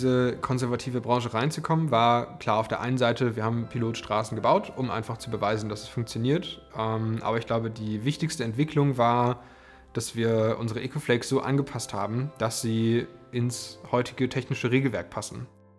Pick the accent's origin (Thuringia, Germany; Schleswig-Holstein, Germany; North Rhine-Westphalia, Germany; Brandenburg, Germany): Brandenburg, Germany; Potsdam; Und wodurch unser dann eigentlich erstes Projekt schönerweise in Potsdam, also meiner Heimatstadt, stattfinden konnte.